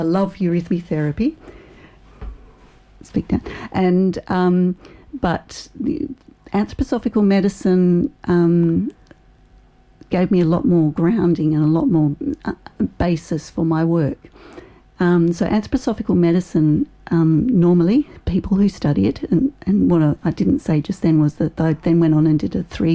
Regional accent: Australia; and that's mostly because I'm from Australia and there's almost no doctors here.

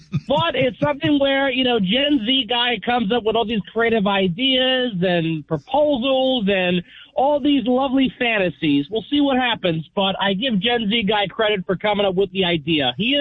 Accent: Long Island, New York, United States; accent: New Yorker; because I talk like a New Yorker, because I am a New Yorker, because I'm from Long Island, and you think I'm Italian, but I'm not

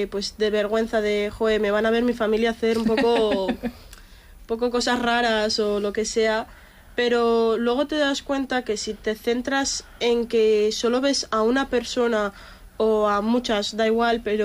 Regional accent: Deba, Basque Country, Spain

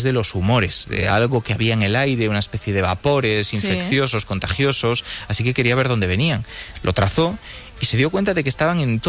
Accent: Galicia, Spain; No, vamos, soy gallego, poco, así que no se trata de ningún tipo de discriminación hacia Coruña

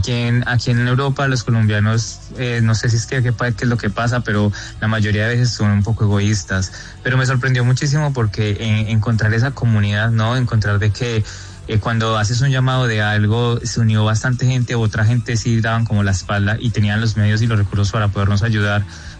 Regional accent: Pereira, Risaralda, Colombia; porque pues yo soy de Pereira y realmente como que viví eso muy de cerca, pero pues tras una pantalla.

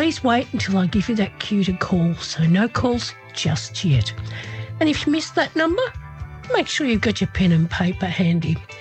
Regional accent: Horsham, Victoria, Australia; I'm broadcasting from my hometown of Horsham, which is right in the heart of the Wimmera region of Western Victoria.

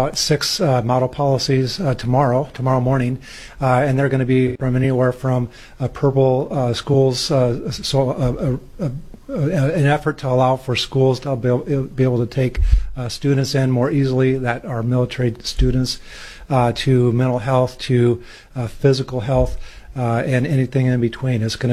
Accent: Iowa, United States; I grew up in Iowa, and so I stayed there a good portion so I spent 25 years in the military, 9 of it active duty.

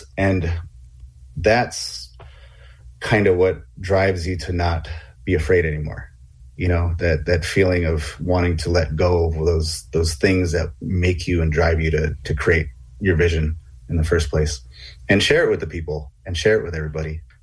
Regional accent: Long Island, New York, United States; where I grew up on Long Island

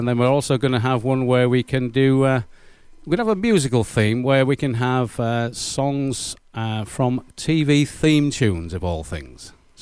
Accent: Australia; I mean, I am an Australian, but I still wear my England shirt with pride.

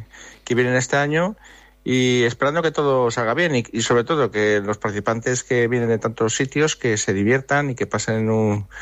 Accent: Valladolid, Castile and León, Spain

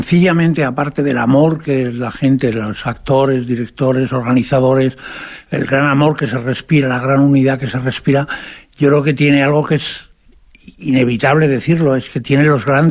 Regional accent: Castile, Spain; Yo soy castellano, además, entonces para mí es esencial este mundo entero de Castilla-La Mancha, que está tan implicado con el teatro clásico.

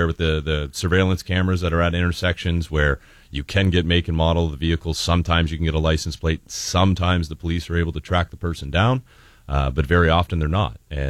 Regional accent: Lakeshore, Ontario, Canada; that's kind of the area I grew up out in Lakeshore there, so it was nice to bring the office kind of close to home

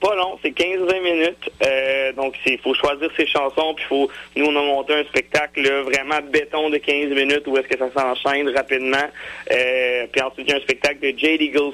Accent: Quebec, Canada; à cause qu'on est Québécois.

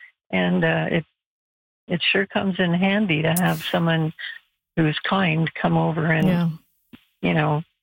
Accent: Montreal, Quebec, Canada; We are from Montreal

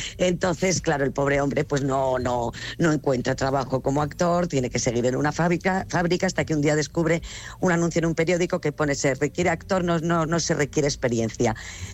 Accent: Zaragoza, Aragon, Spain; now in Madrid, Spain; estoy feliz de estar aquí en mi tierra

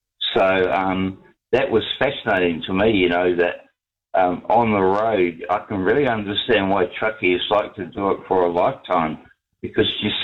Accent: Whangarei, Northland, New Zealand; now in Napier, New Zealand; And I remember when I came down here from Whangarei, and I was one of my first jobs, you know, a lot of jobs, one of my first jobs, I said, "Oh, I come from the winterless north."

